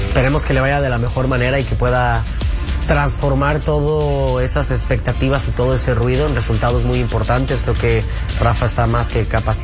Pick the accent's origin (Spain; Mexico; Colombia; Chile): Mexico; como mexicano yo creo que le vaya bien. Eso es lo que el fin común que todos los mexicanos deberíamos de tener